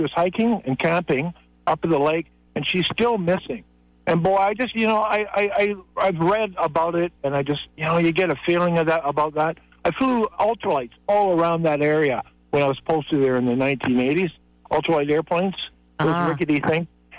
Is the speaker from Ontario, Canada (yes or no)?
no; British Columbia, Canada; now in Alberta, Canada; I'm in Alberta now, but I was born and raised in Vancouver Island, and had an encounter with my native buddy.